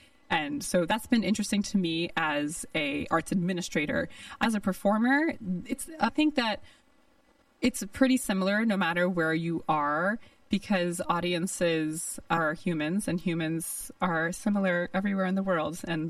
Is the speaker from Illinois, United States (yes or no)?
no; New York, United States; now in Modesto, United States; especially growing up in New York